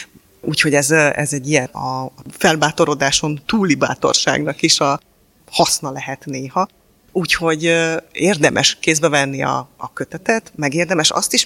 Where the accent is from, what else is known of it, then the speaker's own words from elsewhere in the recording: Budapest, Hungary; budapestiként elég sokat jártam gyerekkorom a várban